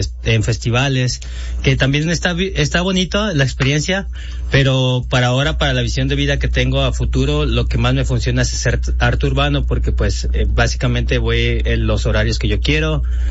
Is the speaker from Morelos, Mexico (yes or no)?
yes; Morelos, Mexico; born there; moved away; also born or lived in Guadalajara; No, yo nací en el estado de Morelos, pero mi formación artística la obtuve en Guadalajara.